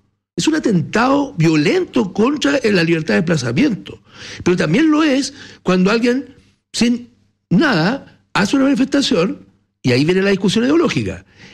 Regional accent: Chile; nos hicieron fuertes como nación chilena

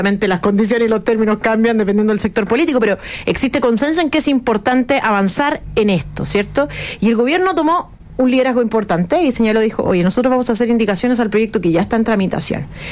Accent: Chile; esta discusión fundamental que nos convoca a todos como chilenos

